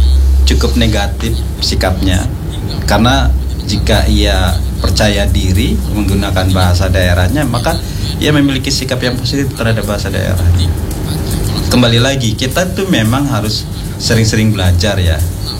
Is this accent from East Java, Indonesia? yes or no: no; Lampung, Indonesia; sebagai pengingat kita bersama warga Provinsi Lampung